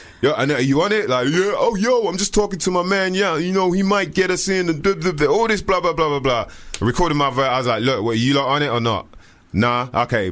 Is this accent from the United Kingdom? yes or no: yes; London, United Kingdom; I just said it because it felt cool to say it, you know, like, yeah, hey, I'm from London, by the way.